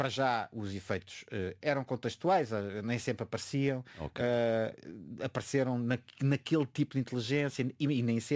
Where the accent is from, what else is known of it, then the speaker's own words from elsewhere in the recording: Torres Vedras, Lisbon, Portugal; Eu sou de Torres Vedras, e eu tinha a possibilidade de estar sempre com eles no cinema.